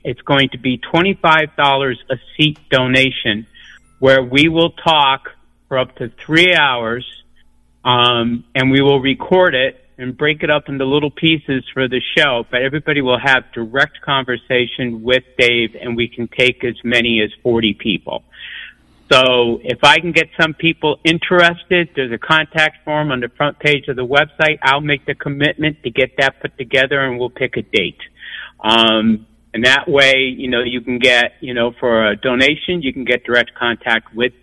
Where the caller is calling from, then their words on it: Connecticut, United States; from Connecticut.